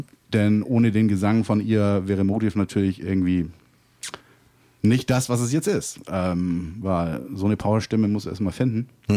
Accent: Germany; moved away; ich komme eigentlich ursprünglich vom Bodensee.

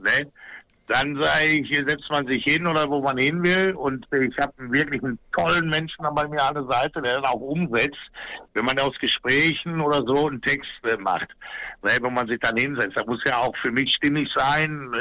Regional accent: North Rhine-Westphalia, Germany; Wir kommen aus dem Ruhrgebiet.

